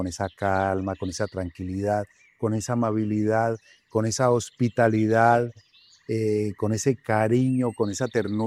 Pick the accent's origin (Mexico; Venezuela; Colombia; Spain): Colombia